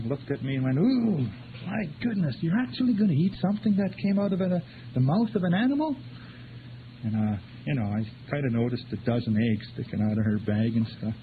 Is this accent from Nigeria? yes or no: no; Moberly Lake, British Columbia, Canada; Moberly Lake.